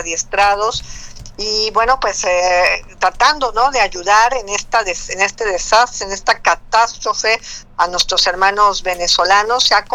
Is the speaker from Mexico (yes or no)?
yes; Mexico; now in Spain; nosotros como mexicanos